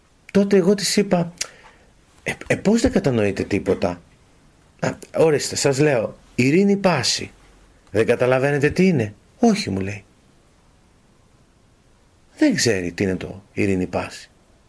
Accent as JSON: {"language": "Greek", "country": "Greece", "said": "όλοι μας που είμαστε Έλληνες και χριστιανοί"}